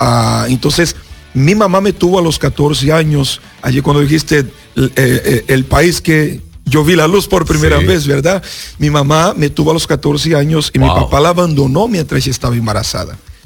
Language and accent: Spanish; Vitória, Espírito Santo, Brazil; born there; Spanish is a second language; yo nací en Brasil, yo nací en un estado de Brasil que se llama Espírito Santo. Esa es la ciudad donde yo nací, el estado que yo nací. Y yo nací en la capital de Espírito Santo